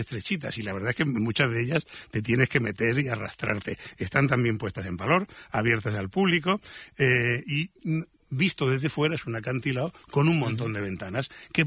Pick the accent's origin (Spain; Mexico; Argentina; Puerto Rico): Spain; Region of Murcia; Es que no hablo catalán valenciano y encima soy de Murcia